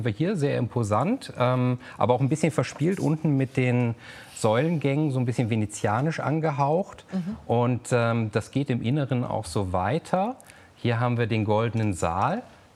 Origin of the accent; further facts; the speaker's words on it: Northern Germany, Germany; für mich als Norddeutscher